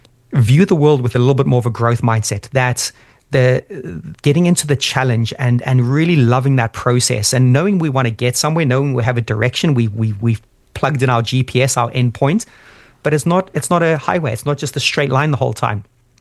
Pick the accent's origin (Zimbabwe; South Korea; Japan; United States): Zimbabwe; So yeah, growing up in Zimbabwe was just a complete blessing.